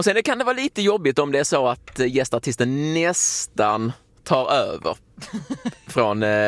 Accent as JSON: {"language": "Swedish", "country": "Sweden", "said": "som svensk"}